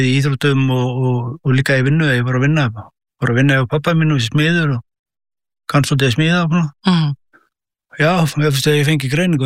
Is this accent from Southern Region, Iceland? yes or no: yes; Hveragerði, Southern Region, Iceland; Ég frá Hveragerði, uppalið þar, Hveragerðingur. Og bjó mína skólagöngu í Hveragerði